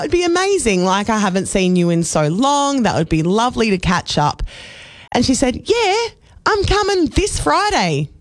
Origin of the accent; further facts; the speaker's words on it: Adelaide, South Australia, Australia; moved away as an adult; also born or lived in Darwin; when I got here about 12 months ago, I came here from Darwin, but I am originally from Adelaide.